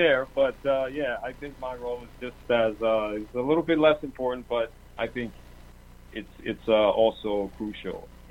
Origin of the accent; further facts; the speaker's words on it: Harlem, New York, United States; like my brother Laurent mentioned, we grew up in Harlem, and we appreciated many of the amenities Harlem had to offer over the years